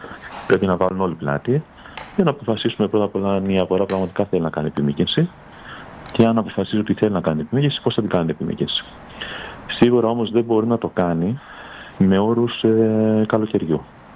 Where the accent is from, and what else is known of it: Pollonia, South Aegean, Greece